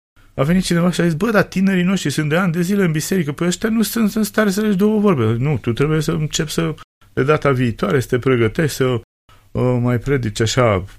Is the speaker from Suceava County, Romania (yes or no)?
no; Drăgăneasa, Prahova, Romania; Și prima biserică din satul Drăgăneasa, din județul Prahova, singurul sat dintre Băicoi și Brașov, care are o biserică evanghelică